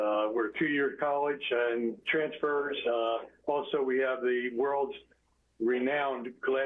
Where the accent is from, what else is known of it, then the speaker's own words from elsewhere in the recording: New Jersey, United States; And home is really up and down the New Jersey Turnpike as a young man or as a youngster.